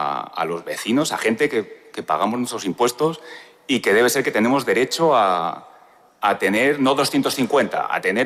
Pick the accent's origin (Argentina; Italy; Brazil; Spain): Spain; Madrid, Community of Madrid; now in San Sebastián de los Reyes, Spain; Yo vengo de Madrid, vivo en San Sebastián de los Reyes